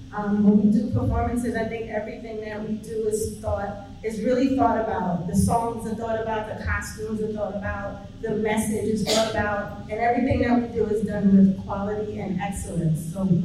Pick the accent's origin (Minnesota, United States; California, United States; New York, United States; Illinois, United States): New York, United States; New York City; moved away; I grew up in New York City